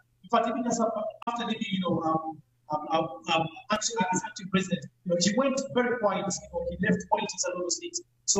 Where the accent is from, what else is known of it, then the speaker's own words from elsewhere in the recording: Zambia; Zambia is my home. I don't know any other country as my home because I was born here in Zambia.